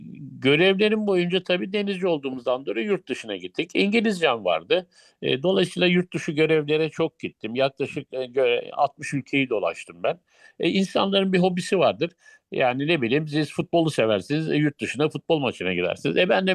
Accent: Ankara, Turkey; Ankara'da ben doğdum, Ankara'da büyüdüm.

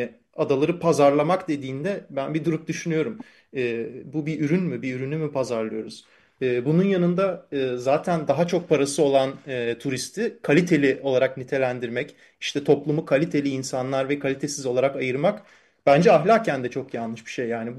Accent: Princes' Islands, Istanbul, Turkey; Yani aslında biz Adalılar olarak ve toplum olarak böyle etkinliklerin faydasını değil zararını göreceğiz.

